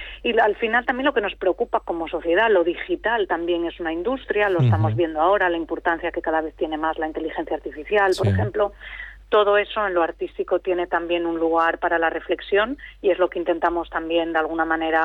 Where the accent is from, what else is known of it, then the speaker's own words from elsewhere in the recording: Asturias, Spain; todo lo que nos ha conformado como asturianos y asturianas